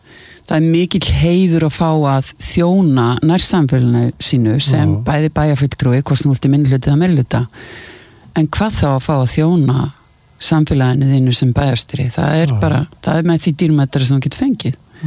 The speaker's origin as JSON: {"language": "Icelandic", "town": "Hafnarfjörður", "region": "Capital Region", "country": "Iceland", "tie": "born or raised there", "said": "En ég gaflari, ég fætti á Sólvangi og ég alinn upp í Hafnarfirði að stærstum hluta og ég fjórða kynslóð á Hamrunum"}